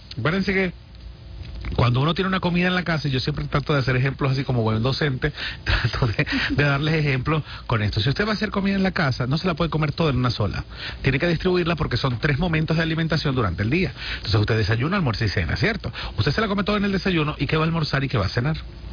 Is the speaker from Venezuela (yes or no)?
yes; Maracaibo, Zulia, Venezuela; Y así somos los venezolanos. Yo soy maracucho. En Maracaibo, tú llegas a cualquier casa cercano a la hora de la comida y vas a comer con la gente.